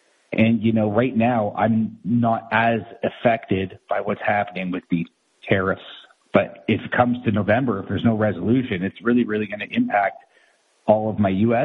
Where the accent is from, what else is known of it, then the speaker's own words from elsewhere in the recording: Canada; The thing that's weird about Canada to me is, as a Canadian, is I feel like we're getting in a fist fight with our older brothers